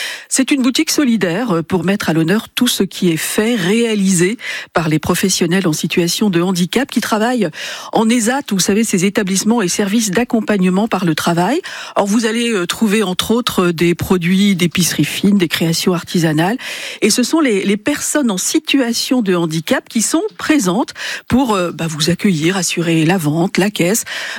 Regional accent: Normandy, France; notamment l'été, chez nous en Normandie

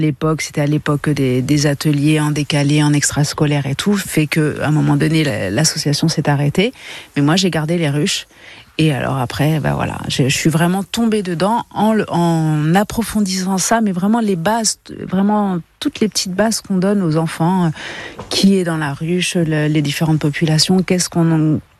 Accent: Centre-Val de Loire, France; Alors moi, je viens de la Sologne. Je suis née vraiment à côté du château de Chambord, c'est un mix de Normandie et de Sologne, avec une famille viticulteur et éleveur aussi en vaches laitières.

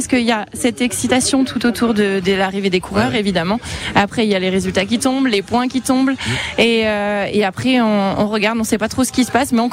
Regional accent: Angers, Pays de la Loire, France; Alors non, moi je suis angevine.

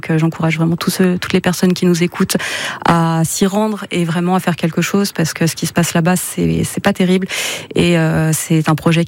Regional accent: Saint-Eustache, Auvergne-Rhône-Alpes, France; je suis originaire de Saint-Eustache, donc sur les hauteurs du lac d'Annecy, donc effectivement je suis bien née, hein.

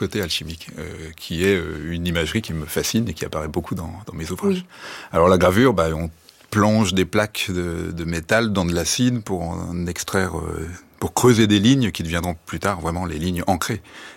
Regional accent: Grand Est, France; J'ai grandi en Lorraine. Et la Lorraine, c'est vraiment une terre de guerre. Enfin, derrière chez moi, il y avait une forêt remplie de tranchées, de trous d'obus, de bunkers.

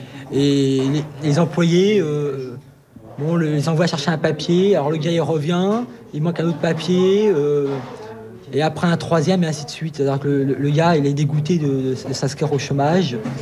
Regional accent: France; Bah oui, je suis français.

